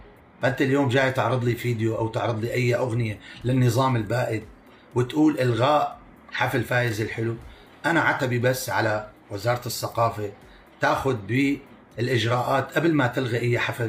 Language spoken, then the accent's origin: Arabic; Syria; moved away; كلياتنا إحنا سوريين وتعذبنا وتغربنا برات بلادنا